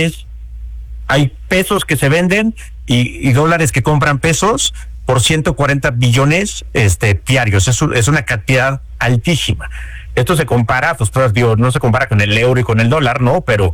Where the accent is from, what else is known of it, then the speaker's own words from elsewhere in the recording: Mexico; nosotros como mexicanos